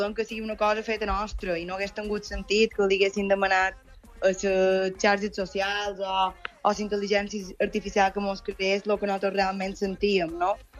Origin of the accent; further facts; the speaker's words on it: Porreres, Balearic Islands, Spain; Som de Porreres i sí, la vida en Espinal és en el mateix lloc, però els anys són els que són.